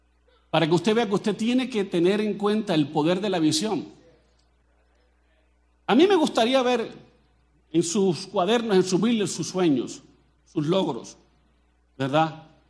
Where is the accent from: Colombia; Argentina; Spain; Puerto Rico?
Colombia; accent: Colombian; pero yo no soy chapín, ni soy charrasqueado, ni soy salvadoreño, soy colombiano, hablo como colombiano.